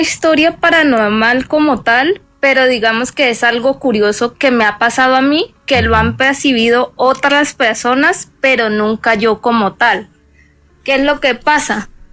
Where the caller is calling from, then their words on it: Ibagué, Tolima, Colombia; Desde Ibagué, Tolima